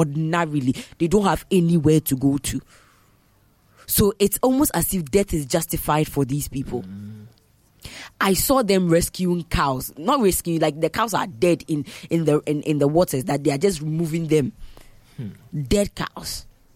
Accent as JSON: {"language": "English", "country": "Ghana"}